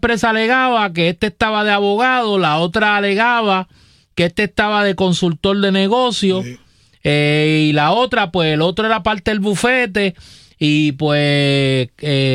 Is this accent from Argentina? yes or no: no; Caguas, Puerto Rico; Pues como yo soy de Cagua, a lo mejor soy medio lento.